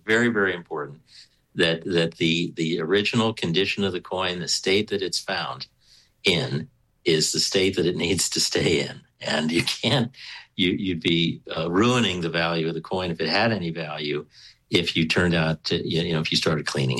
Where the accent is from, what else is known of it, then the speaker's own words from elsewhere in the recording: Harrisburg, Pennsylvania, United States; and I'm from Harrisburg